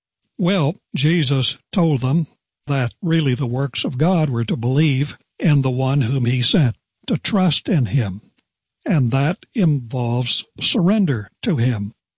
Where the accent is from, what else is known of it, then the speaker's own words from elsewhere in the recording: West Virginia, United States; There was a man in my home state of West Virginia